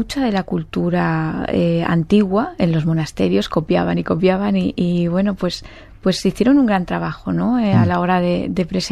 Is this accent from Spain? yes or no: yes; Madrid, Community of Madrid, Spain; he hecho bastante de siglo XIX en Madrid, porque soy madrileña